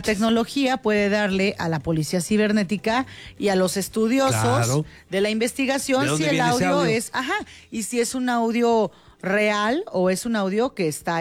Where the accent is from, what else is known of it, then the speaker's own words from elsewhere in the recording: Mexico; Somos mexicanos y entre nosotros mismos como mexicanos, nos discriminamos.